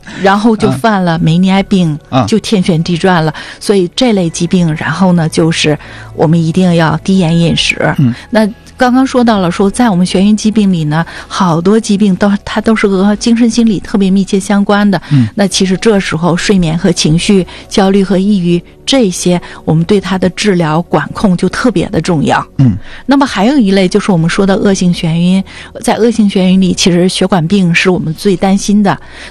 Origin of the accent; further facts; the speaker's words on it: Northeast China, China; 我们东北人